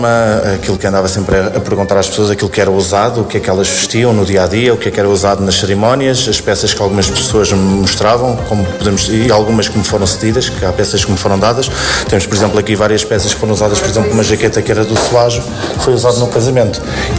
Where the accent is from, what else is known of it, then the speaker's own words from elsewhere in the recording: Lisbon, Portugal; born there; Sim, nasci em Lisboa, mas as minhas raízes lá está são de Arcos de Valdevez, da freguesia de São Jorge, do lugar de Vilar.